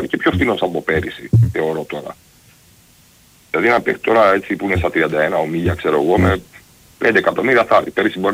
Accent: Chania, Crete, Greece; Από τα Χανιά είμαι, σου είπα. Είμαι από τα Χανιά.

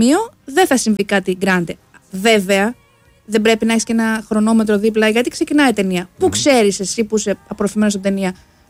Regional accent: Patras, Western Greece, Greece; Και είμαι από την Πάτρα, ας πούμε, που στην Πάτρα έχουμε φουλ υγρασία. Είμαστε δίπλα στη θάλασσα.

